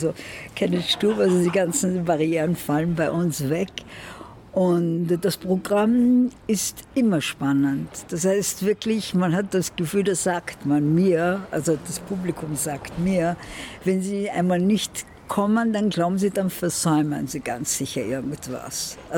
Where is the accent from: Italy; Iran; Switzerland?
Iran; now in Vienna, Austria; ich komme aus dem Iran, worauf ich gleich mal sagen muss, sehr stolz bin